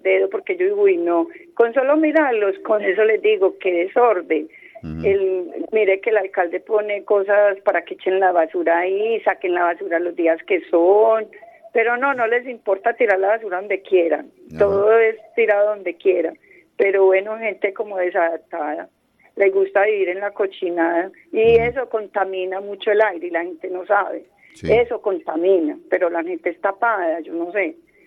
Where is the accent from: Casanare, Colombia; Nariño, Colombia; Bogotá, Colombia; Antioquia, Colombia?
Antioquia, Colombia; Medellín; yo fui criada en Manrique, yo ahora vivo en Prado Centro